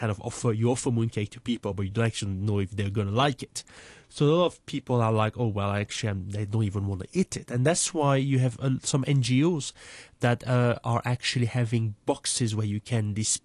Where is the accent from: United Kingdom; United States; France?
France; Well, I'm originally from France, and we have what I would say is more or less an equivalent of mooncake.